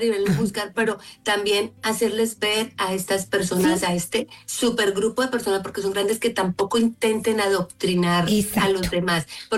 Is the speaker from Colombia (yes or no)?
yes; Colombia; Bueno, yo soy de Colombia.